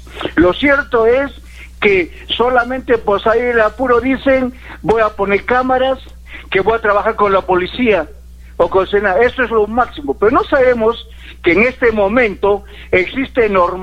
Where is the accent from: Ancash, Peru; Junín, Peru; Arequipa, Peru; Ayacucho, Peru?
Arequipa, Peru; yo siempre que llego acá a mi tierra, Arequipa, lo primero que hago es prender la emisora de Radio Más